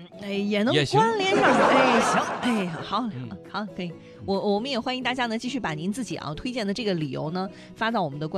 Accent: Hunan, China

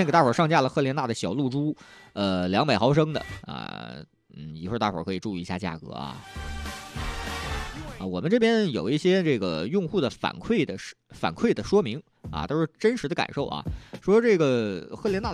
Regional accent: Northeast China, China; now in Changsha, China; 就我们东北老家那边啊

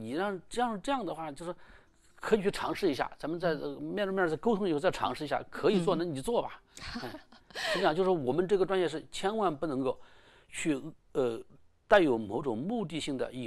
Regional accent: China

